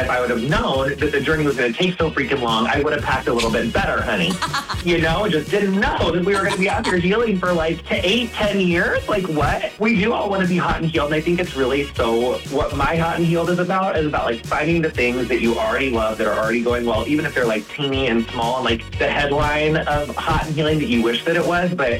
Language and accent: English; Quincy, Illinois, United States; moved away; Yes, I'm from Quincy. It's like not that far away